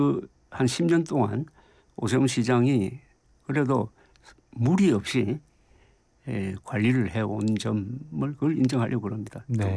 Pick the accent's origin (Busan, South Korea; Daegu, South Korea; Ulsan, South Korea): Busan, South Korea; now in Seoul, South Korea; 제가 부산 출신이지만 출생은 부산이 아니지만 하여튼 부산에서 학교를 다녔으니까 뭐 부산 출신이라고 하기도 하는데 이제 서울 시민이라고 그래요.